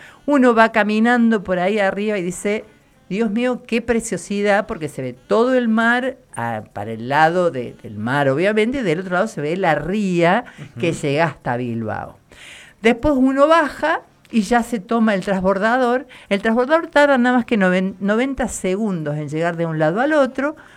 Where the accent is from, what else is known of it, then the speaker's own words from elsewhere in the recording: Buenos Aires, Argentina; now in Córdoba, Argentina; fui turista en mi ciudad natal, fui turista en Buenos Aires